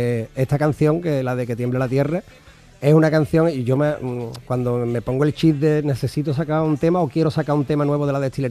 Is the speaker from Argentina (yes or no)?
no; San José, Spain; born there; la guerra llegaba a San José, a mi pueblo